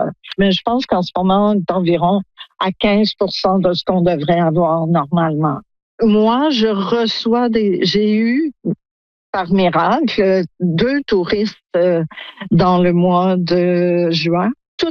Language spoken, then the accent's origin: French; Quebec, Canada; moved away; il y a beaucoup de gens qui me connaissent vu que je suis québécoise et que je suis ici depuis 15 ans